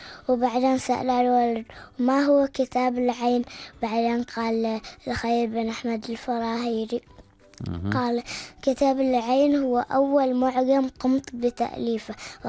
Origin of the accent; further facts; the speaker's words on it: Oman; لانهم من بلدي عمان الحبيبه